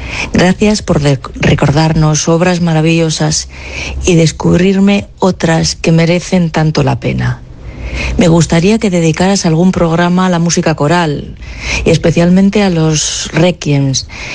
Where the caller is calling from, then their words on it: Leioa, Basque Country, Spain; de Leioa.